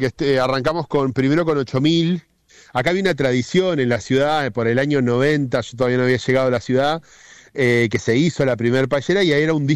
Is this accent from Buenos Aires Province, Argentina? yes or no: yes; Azul, Buenos Aires Province, Argentina; moved away as an adult; also born or lived in Rosario; now in Ushuaia, Argentina; yo soy de Azul, provincia de Buenos Aires, y nada, me crié en el campo y bueno, a los 18 me fui a Buenos Aires a formar en gastronomía